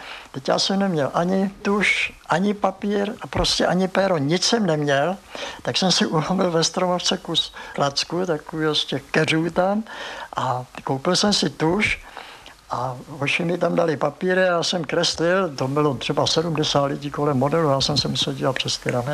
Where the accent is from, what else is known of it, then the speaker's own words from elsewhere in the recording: South Bohemian Region, Czechia; now in Prague, Czechia; dělal jsem tady zkoušky a teď vidím, že nejsem přijatý, jsem z Jižní Čech.